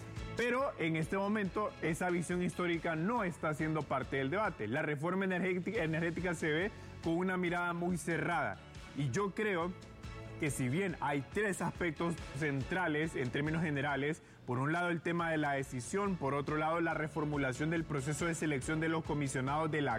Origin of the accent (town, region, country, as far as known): Honduras